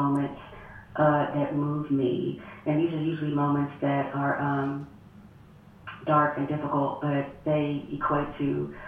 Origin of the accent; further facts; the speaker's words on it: Yonkers, New York, United States; I grew up in Yonkers, New York, until I was 10, and I grew up in the town of Greenberg.